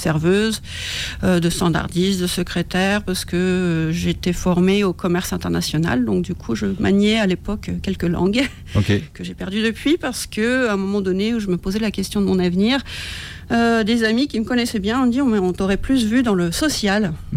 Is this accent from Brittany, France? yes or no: no; Grand Est, France; moved away as an adult; also born or lived in Paris; Moi, je suis de Lorraine, donc du coup, j'ai travaillé en Lorraine, Nancy et puis la Meuse